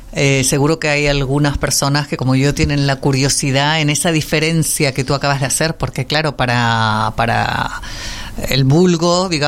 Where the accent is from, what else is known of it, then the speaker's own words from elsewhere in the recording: London, United Kingdom; moved away; En Londres, tú sabes que yo soy de Londres.